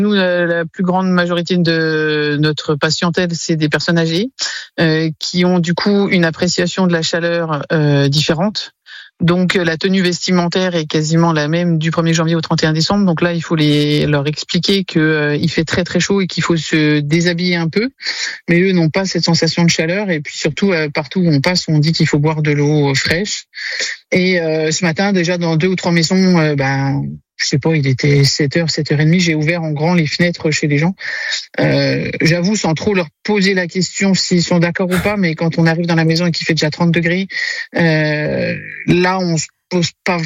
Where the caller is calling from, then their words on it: Montbard, Bourgogne-Franche-Comté, France; Montbard, je suis sur Montbard.